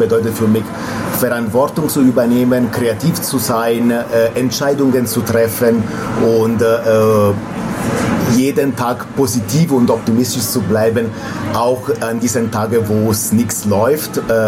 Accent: Apulia, Italy; German is a second language; moved away; Und es ist meine Leidenschaft, also das habe ich im Blut. Ich komme selbst aus Italien, genau gesagt Apulien.

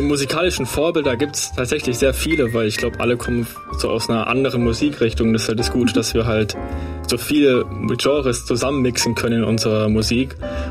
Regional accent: Würzburg, Bavaria, Germany; now in Munich, Germany; Ich komme tatsächlich aus Würzburg und bin jetzt fürs Studium nach München gekommen.

